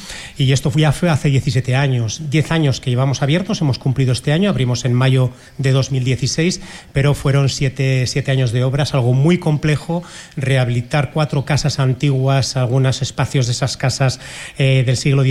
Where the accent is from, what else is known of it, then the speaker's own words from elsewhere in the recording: Jaca, Aragon, Spain; Ninguno, ni Pachi ni yo, somos de aquí. Pachi es de San Sebastián, yo soy